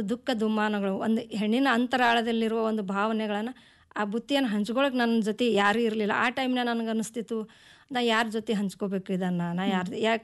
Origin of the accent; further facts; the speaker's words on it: Kalaburagi district, Karnataka, India; also born or lived in Dangapur; ಒಂದು ಬಡವನ ಕುಟೀರದಲ್ಲಿ ಹುಟ್ಟಿ ಬೆಳೆದ ಒಂದು ಮಲ್ಲಿಗೆಯಂತೆ ನನ್ನ ಬಾಲ್ಯದ ಜೀವನ. ನಾನು ಕಲಬುರಗಿ ಜಿಲ್ಲೆ ಆಳಂದ ತಾಲೂಕಿನ ಜವಳಿ ಡಿ ಎಂಬ ಗ್ರಾಮದಲ್ಲಿ ಹುಟ್ಟಿದ್ದೇನೆ.